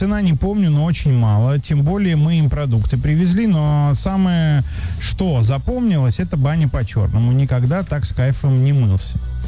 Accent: Karachay-Cherkessia, Russia; Я из КЧР, Карачаево-Черке

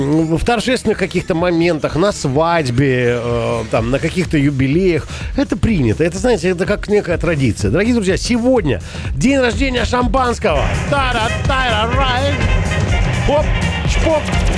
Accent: Rostov-on-Don, Rostov Oblast, Russia; Вот я как местный, причем там много и прадедушка местный у меня был Ростова, да. Именно из Ростова, я подчеркиваю. Там, с Ростова! Мы из Ростова

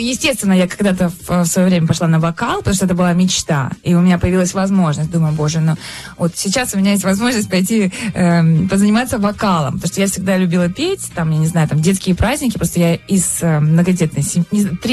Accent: Moscow, Russia; born there; also born or lived in Minsk, Belarus; Я первый класс пошла уже здесь, ну, в Москве.

